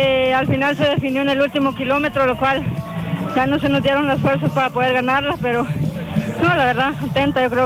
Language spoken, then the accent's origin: Spanish; Uspantán, Quiché, Guatemala; now in Patzicía, Guatemala; Vengo de Pachitía de Chimaltenango, pero soy originaria de Spantán Quiché